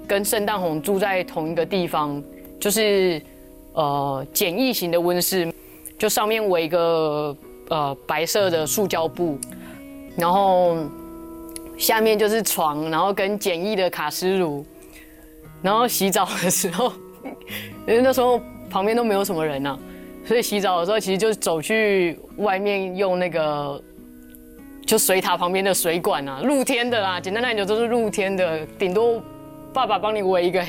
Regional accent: Taiwan

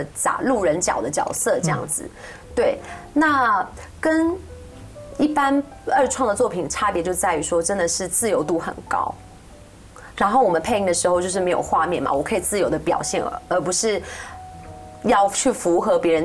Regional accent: Taiwan; 就是我们台湾人看布袋戏那样的感觉。

